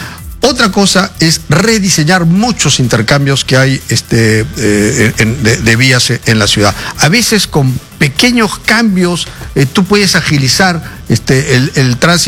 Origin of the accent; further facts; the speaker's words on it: Peru; Tú sabes cómo somos los peruanos